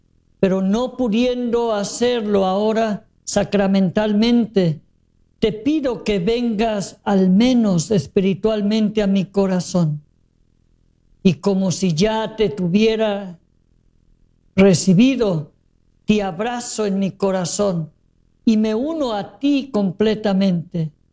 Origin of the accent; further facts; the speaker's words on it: Sahuayo, Michoacán, Mexico; born there; moved away; mi pueblo, Sahuayo